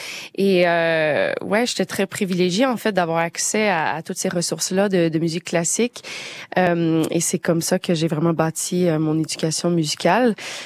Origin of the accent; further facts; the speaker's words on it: Val-d'Or, Quebec, Canada; je suis originaire d'une petite ville environ 500 kilomètres au nord de Montréal qui s'appelle Val-d'Or. Et c'est ça, c'était vraiment le contact très très proche avec la nature et j'ai toujours eu la chance d'avoir ça. On est très chanceux en tant que Canadien d'avoir cette relation-là avec la nature.